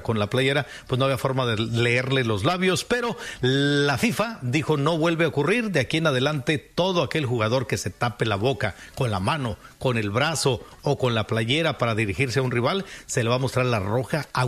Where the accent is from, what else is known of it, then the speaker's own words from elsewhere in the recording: Mexico; como mexicanos es lo que más queremos, que México mejore, que México avance